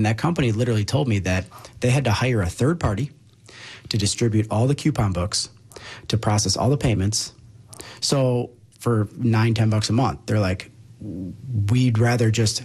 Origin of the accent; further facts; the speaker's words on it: Beaver Dam, Wisconsin, United States; growing up in Beaver Dam